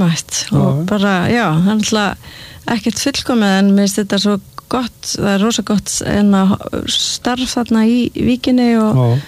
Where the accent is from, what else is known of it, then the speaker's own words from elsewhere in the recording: Seltjarnarnes, Capital Region, Iceland; Já, ég ólst upp á Seltjarnarnesi þar til ég var 12 ára og svo flutti í vesturbæinu.